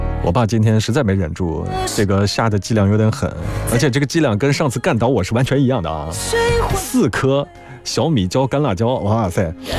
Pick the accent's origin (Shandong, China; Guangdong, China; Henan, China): Guangdong, China; now in Guangzhou, China; 我的父亲来自于我们广东最爱吃辣的那个城市啊，